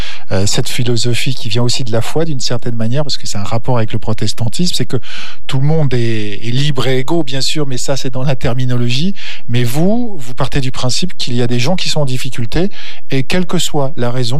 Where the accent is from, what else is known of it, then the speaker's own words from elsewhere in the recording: Eritrea; je viens d'Érythrée